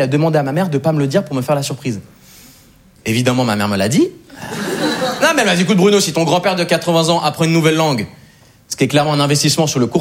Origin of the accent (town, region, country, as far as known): Switzerland; born or raised there